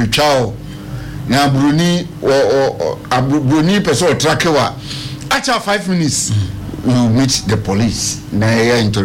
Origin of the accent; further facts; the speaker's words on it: Ghana; Once we are not English people, we are Ghanaians, and we don't have a Ghanaian language.